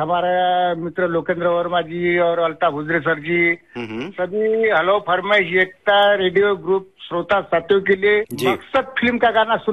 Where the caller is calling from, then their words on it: Amravati district, Maharashtra, India; आकाशवाणी ईटानगर के प्रोग्राम हमारे महाराष्ट्र अमरावती जिले में सुनाई देते हैं।